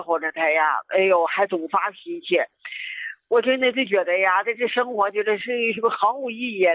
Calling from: Baoding, Hebei, China; 哎，我是河北保定这儿的。

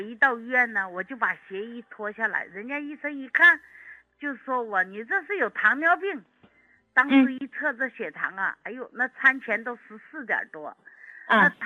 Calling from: Nantong, Jiangsu, China; 我是南通的。

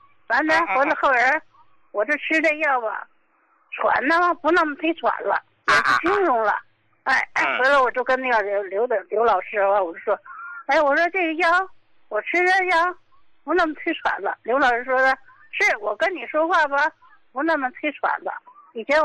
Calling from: Qinhuangdao, Hebei, China; 我是秦皇岛的，我今年68了。

